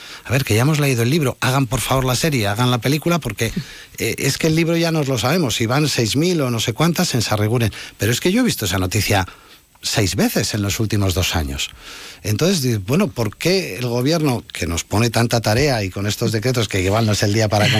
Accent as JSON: {"language": "Spanish", "region": "Navarre", "country": "Spain", "said": "como todos nosotros, como toda Navarra, somos mayores"}